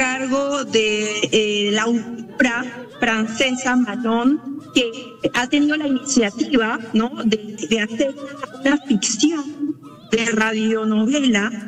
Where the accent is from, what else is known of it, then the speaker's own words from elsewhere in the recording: Peru; Hay mucha información que nosotros como peruanos sabemos.